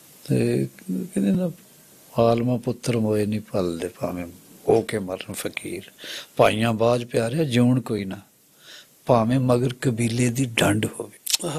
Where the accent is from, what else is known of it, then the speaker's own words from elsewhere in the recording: Shafipur, Punjab, India; born there; ਉਹ ਸਾਈਂ ਜੀ ਕਹਿੰਦੇ ਉਹ ਕਿਹੜਾ ਪਿੰਡ ਆ, ਮੈਂ ਕਿਹਾ ਸ਼ਫੀਪੁਰ